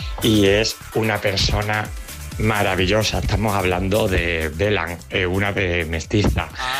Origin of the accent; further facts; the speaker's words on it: Málaga, Andalusia, Spain; Y claro, hablando así el tono de nosotros, digo, uy, pero si tú eres de Málaga.